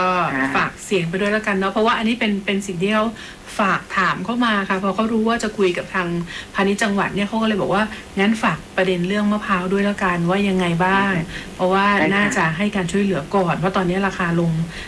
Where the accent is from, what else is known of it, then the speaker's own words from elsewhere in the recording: Chumphon, Thailand; เรามาจากชุมพรไงเรามาจากชุมพร